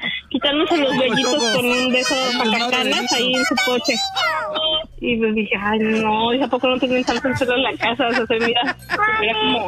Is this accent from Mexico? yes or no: yes; Mexico City, Mexico; born or raised there